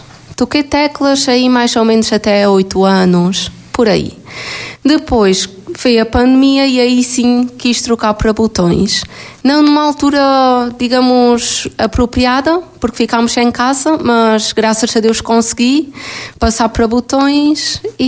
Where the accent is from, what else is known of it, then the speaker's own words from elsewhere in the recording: Campo Maior, Alentejo, Portugal; Comecei aos 9 anos, num projeto da minha terra, Campo Maior.